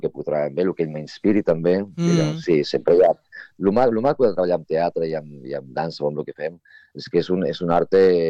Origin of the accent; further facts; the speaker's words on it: Esparreguera, Catalonia, Spain; hi havia gent del meu poble d'Esparreguera